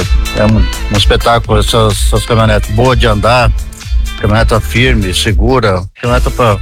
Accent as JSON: {"language": "Portuguese", "town": "Petrolândia", "region": "Santa Catarina", "country": "Brazil", "tie": "born or raised there", "moved": "as an adult", "lives_now": "Ituporanga, Brazil", "said": "Petrolândia é minha terra, né? Petrolândia é minha terra de paixão. Morei muitos anos lá, agora tô desde 2009, tô morando em Tuporanga."}